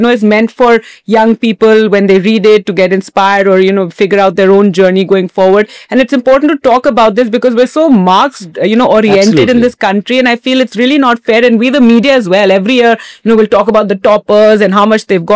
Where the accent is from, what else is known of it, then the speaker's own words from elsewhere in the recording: Dehradun, Uttarakhand, India; I'm from Dehradun myself, so one has been, you know, trekking very often